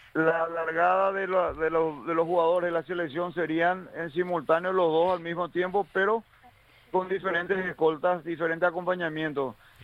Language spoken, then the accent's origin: Spanish; Paraguay